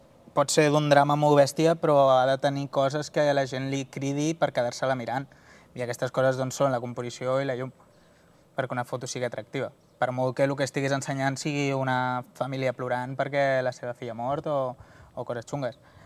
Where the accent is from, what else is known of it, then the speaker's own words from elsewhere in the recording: Argentona, Catalonia, Spain; no som d'Argentona, quasi.